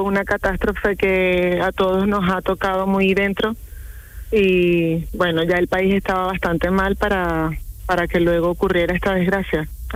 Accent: Venezuela; now in Torremolinos, Spain; Soy venezolana.

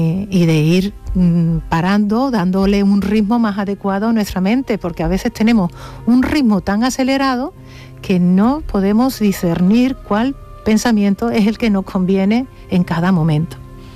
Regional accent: Andalusia, Spain; como soy andaluza me sale así

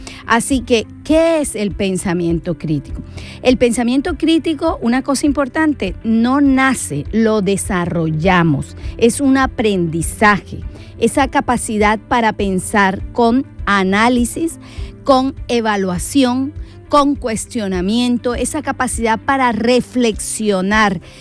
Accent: Colombia; now in Spain; Yo soy colombiana

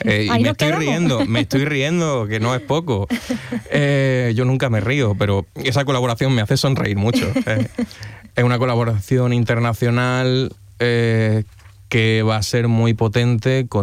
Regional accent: Almería, Granada, Andalusia, Spain; Soy un enamorado de mi tierra, de Almería, de Granada, pero mi hogar es donde está mi gente

